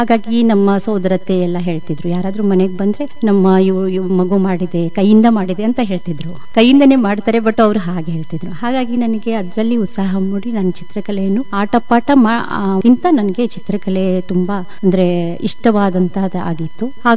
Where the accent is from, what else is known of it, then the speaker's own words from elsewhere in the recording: Belagavi, Karnataka, India; So ನಾನು ಬೆಳೆದಿದ್ದು ಬೆಳಗಾವಿಯಲ್ಲಿ, ಬೆಳಗಾವಿ ಸಿಟಿಯಲ್ಲಿನ ನಾನು ಬೆಳೆದಿದ್ದು, ನನ್ನ ಬಾಲ್ಯೆಲ್ಲ ಅಲ್ಲೇ ಆಗಿದ್ದು.